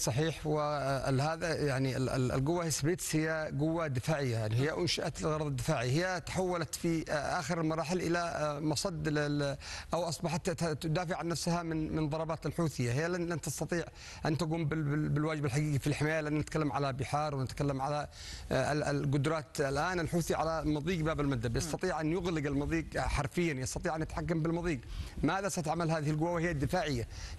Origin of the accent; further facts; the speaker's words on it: Yemen; نحن كيمنيين